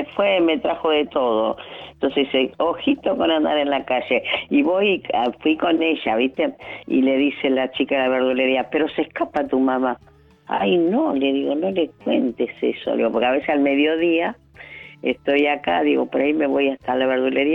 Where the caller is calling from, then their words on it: Chaco, Argentina; yo soy del Chaco